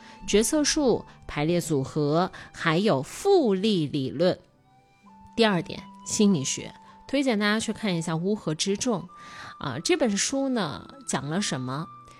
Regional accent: China

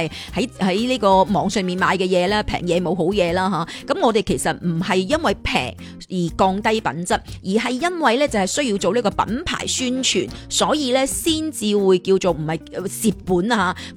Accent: Guangdong, China; 咁而我哋广东人肯定系食广式腊肠。

